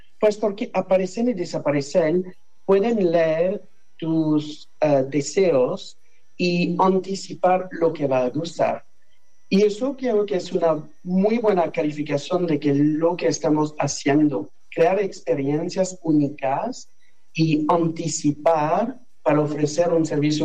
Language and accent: Spanish; Mexico; somos orgullosamente mexicanos